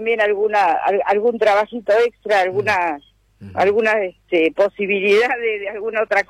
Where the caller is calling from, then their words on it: Escobar, Buenos Aires Province, Argentina; De acá, de Escobar.